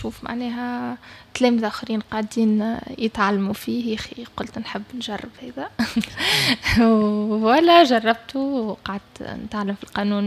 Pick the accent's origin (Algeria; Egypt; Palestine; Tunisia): Tunisia; moved away as an adult; also born or lived in Portugal / Spain; now in Dubai, United Arab Emirates; كبرت من الاول في تونس